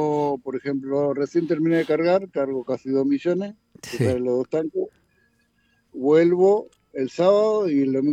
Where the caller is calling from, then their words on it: Moreno, Buenos Aires Province, Argentina; Te habla de Moreno.